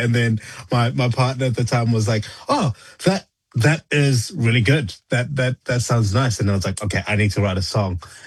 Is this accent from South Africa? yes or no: yes; South Africa; It's actually quite surprising, because when I was growing up in South Africa, I used to listen